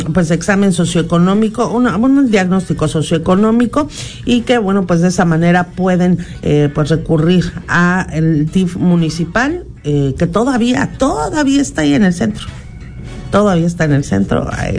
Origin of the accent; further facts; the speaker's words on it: Mexico; así somos los mexicanos.